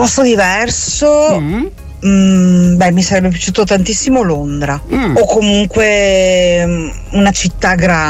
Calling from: Veneto, Italy; mi sta stretto il Veneto ultimamente, mentalità chiusa, retrograda, non mi ci ritrovo più in questo paese.

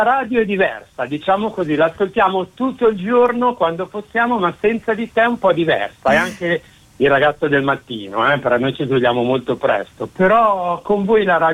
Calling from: Milan, Lombardy, Italy; Noi chiamiamo da Milano, io chiamo da Milano

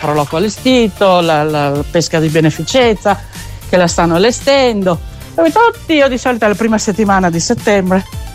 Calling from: Trebaseleghe, Veneto, Italy; Fiera del mio paese, antica fiera dei Mussi, Tre Baseleghe.

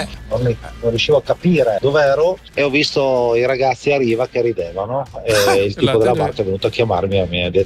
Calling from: Grado, Friuli-Venezia Giulia, Italy

